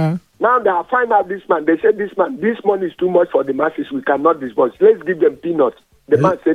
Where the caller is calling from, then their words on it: Ikorodu, Lagos, Nigeria; I'm calling from Imota Ikorodu.